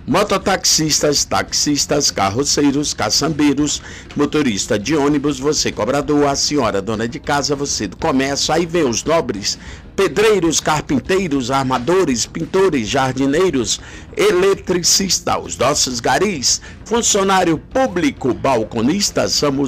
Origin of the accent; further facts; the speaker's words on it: Guaratinga, Bahia, Brazil; born there; now in Eunápolis, Brazil; Nasci em Guaratinga, vim beber pra Eunápolis.